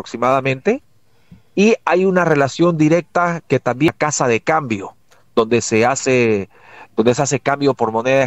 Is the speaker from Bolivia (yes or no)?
yes; Bolivia; en mi país, en la ciudad de La Paz